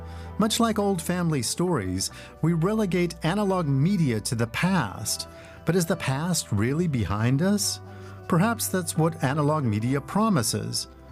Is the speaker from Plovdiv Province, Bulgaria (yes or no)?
no; Haskovo, Haskovo Province, Bulgaria; Sofia, and this is my hometown of Haskovo.